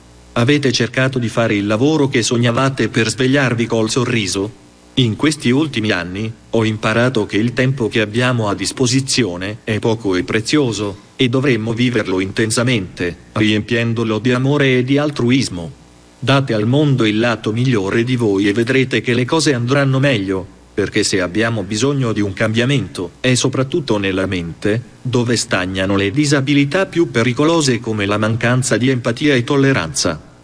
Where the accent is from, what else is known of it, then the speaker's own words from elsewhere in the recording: Sardinia, Italy; born there; ho 22 anni, sono nato in Sardegna